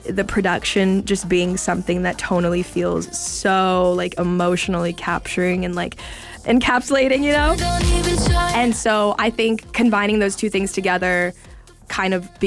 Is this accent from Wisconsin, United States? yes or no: no; Wichita, Kansas, United States; growing up in Wichita.